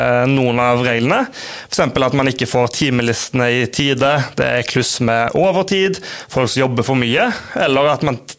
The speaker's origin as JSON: {"language": "Norwegian", "town": "Haugesund", "region": "Rogaland", "country": "Norway", "moved": "as an adult", "lives_now": "southern Rogaland, Norway", "said": "Jeg kom fra Sørfylket i går, men jeg hauglending altså."}